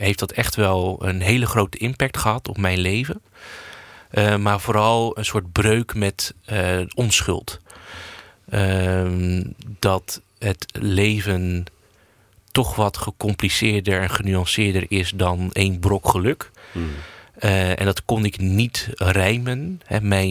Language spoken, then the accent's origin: Dutch; Alblasserdam, South Holland, Netherlands; now in Zegge, Netherlands; Ik ben opgegroeid in Alblasserdam. Dat is een dorpje bij Dordrecht. Zwaar gereformeerd dorpje. Ik heb daar op een christelijke basisschool gezeten.